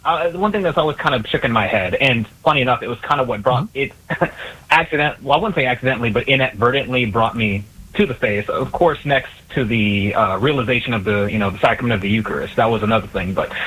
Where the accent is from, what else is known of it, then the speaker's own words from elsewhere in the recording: Texas, United States; growing up in Southern Texas, like, there's predominantly Hispanic demographic, and you see images of, Lady Guadalupe everywhere. And, growing Southern Baptist